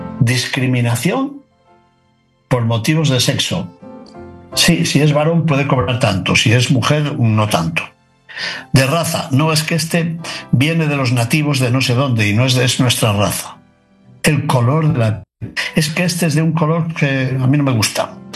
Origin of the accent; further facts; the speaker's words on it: Spain; yo soy español